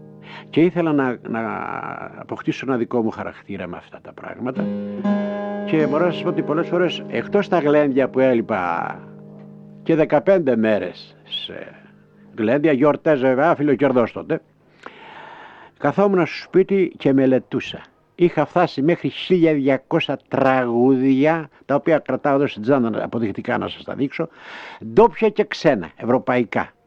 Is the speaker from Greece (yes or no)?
yes; Crete, Greece; moved away; με υποχρέωσα να φύγω από τον τόπο μου, οπότε αυτό το ίδιο υλικό το κρατάω, το προσέχω σαν το Θεό μου και ήρθε η ώρα, η στιγμή να με φέρετε στο στούντιο, που σας ευχαριστώ πάρα πολύ για αυτό το πράγμα και όχι μόνο εγώ, αλλά σας ευχαριστώ κυρία Άννα Μακράκη και εκ μέρους του όλης της Κρήτης